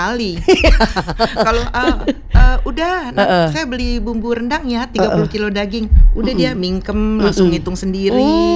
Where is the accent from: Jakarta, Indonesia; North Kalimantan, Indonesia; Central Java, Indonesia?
Jakarta, Indonesia; Asli Minang dua-duanya, cuman saya lahir Jakarta, gede di Jakarta.